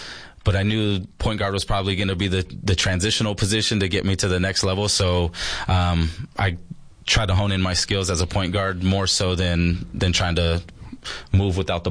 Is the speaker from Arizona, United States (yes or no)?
yes; Yuma, Arizona, United States; Born and raised in Yuma. Yep. Played sports here my whole life, ventured off to college